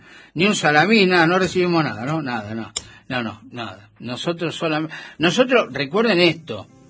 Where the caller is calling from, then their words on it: Paso del Sapo, Chubut, Argentina; de Paso del Sapo. Saludos para toda la gente de mi pueblo, Paso del Sapo, que están esperando la radio